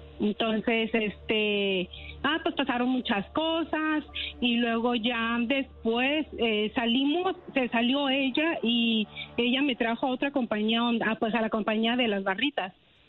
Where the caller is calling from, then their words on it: Denver, Colorado, United States; De Denver, Colorado.